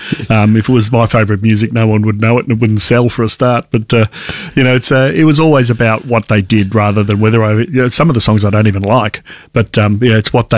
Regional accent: Melbourne, Victoria, Australia; born there; Obviously, we're Australian, so we always had the, I grew up with the 3XY top 40

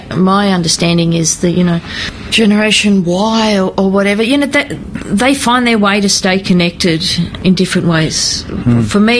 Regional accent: Ipswich, Queensland, Australia; I grew up in this beautiful little metropolis of Ipswich, which is near Brisbane.

